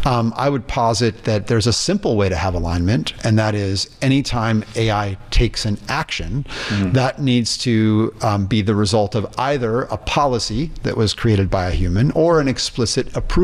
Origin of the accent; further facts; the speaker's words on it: Indiana, United States; Look, I'm a skateboarder from Indiana.